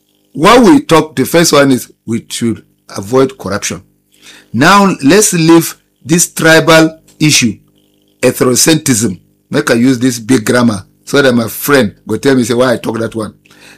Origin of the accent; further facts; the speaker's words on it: Nigeria; What are we supposed to do as Nigerian citizens to curtail the menace of all these things? I'll give you a number. Just send your contributions. Tell us what we expect to do as Nigerians. Because Nigeria na our country. We no get another country where we feel go apart from Nigeria.